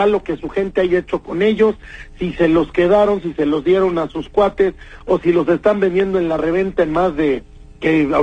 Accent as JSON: {"language": "Spanish", "country": "Mexico", "said": "todos los niños mexicanos que nacimos en los 80s"}